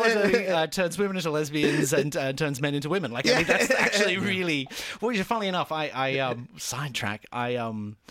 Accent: Ireland; now in Brisbane, Australia; So I'm not originally from Brisbane. I'm originally from Ireland and came out of here in the late 80s.

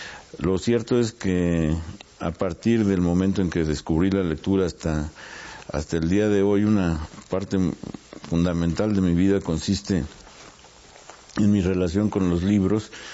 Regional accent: Mexico City, Mexico; Nací en la Ciudad de México en 1938, en la colonia Guerrero, que en algún tiempo tuvo fama de ser una gran colonia popular

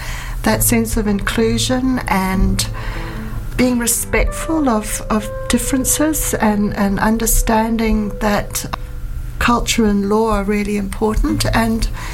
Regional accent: Harare, Zimbabwe; moved away as an adult; now in Alice Springs, Australia; I'm from Zimbabwe, and I was born in the capital city of Harare. I moved to Alice Springs in 2006

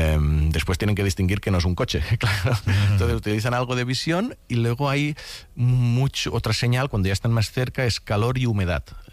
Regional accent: Catalonia, Spain; mira que soy del Delta del Ebre, allí mosquitos, sí.

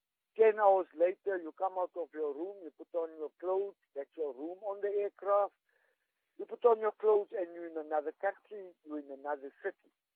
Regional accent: Johannesburg, Gauteng, South Africa; my hometown, Johannesburg

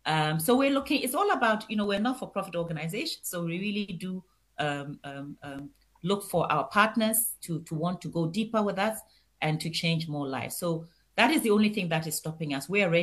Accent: South Africa; as a South African woman in business

